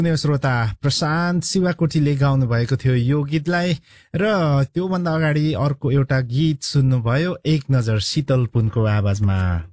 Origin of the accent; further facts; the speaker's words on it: Okhaldhunga, Koshi Province, Nepal; ओखलढुङ्गाको मोलुङ हो भनेर। हजुर, म मोलुङको हो